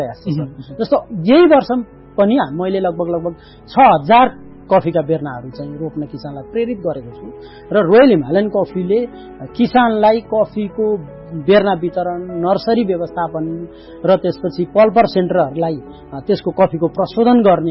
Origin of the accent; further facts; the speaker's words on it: Sindhupalchok, Bagmati, Nepal; now in Kathmandu, Nepal; मेरो घर सिन्धुपाल्चोक हो